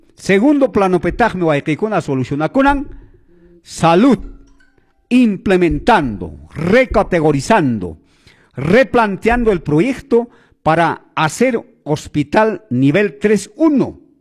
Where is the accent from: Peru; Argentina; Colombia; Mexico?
Peru; Chumbivilcas, Cusco; déjame servir a mi Chumivilcas